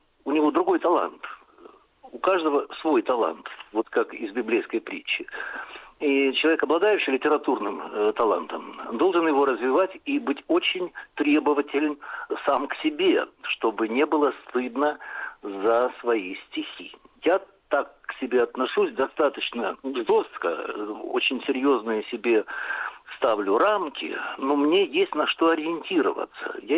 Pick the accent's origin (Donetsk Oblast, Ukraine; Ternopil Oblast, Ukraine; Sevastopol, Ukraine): Donetsk Oblast, Ukraine; Donetsk; Ну и русские родину не бросают, я говорю о малой родине. То есть, если бы я уехал из Донецка, я бы был обязан перестать писать на эту тему.